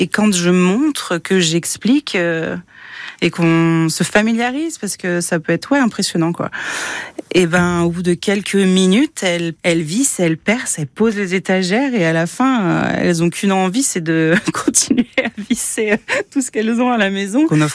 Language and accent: French; Tours, Centre-Val de Loire, France; je suis une Tourangelle de 42 ans